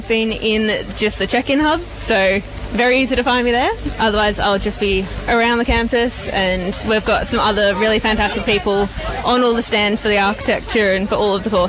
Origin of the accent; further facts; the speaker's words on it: Melbourne, Victoria, Australia; moved away as an adult; now in Tasmania, Australia; I am from Melbourne.